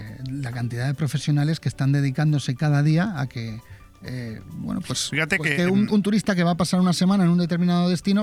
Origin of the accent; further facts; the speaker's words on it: Benidorm, Valencian Community, Spain; soy de Benidorm y soy el mayor de la cuarta generación de una familia de empresarios turísticos